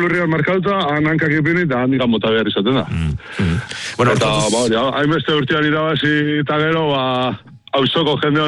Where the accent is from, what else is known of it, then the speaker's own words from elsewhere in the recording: Mendaro, Basque Country, Spain; ni Mendarokoa naiz, baina nire ama zan auto hortakoa.